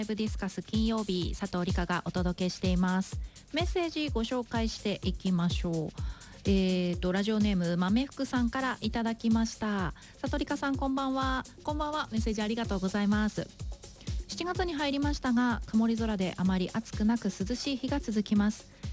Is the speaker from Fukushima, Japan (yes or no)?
yes; Iwaki, Fukushima, Japan; moved away; うちの地元がね、出身の方のいわき市内の駅の方が自動改札になるのが結構遅かったので、